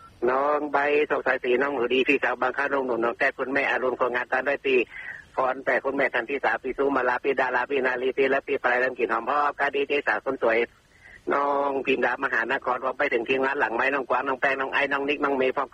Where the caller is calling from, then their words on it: Mae Mo, Lampang, Thailand; ลำปางครับแม่เหมาะครับผม